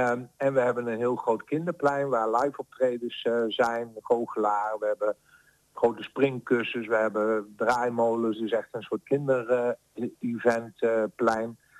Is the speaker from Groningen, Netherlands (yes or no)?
no; Doesburg, Gelderland, Netherlands